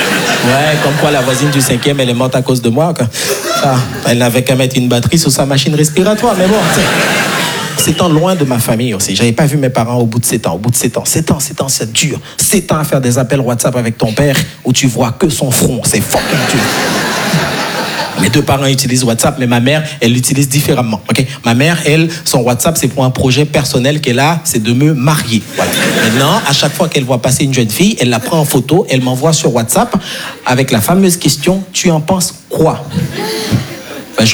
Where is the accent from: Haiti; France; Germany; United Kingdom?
Haiti; moved away; parce que je suis né et grandi en Haïti, et en Haïti, on n'a pas les 4 saisons.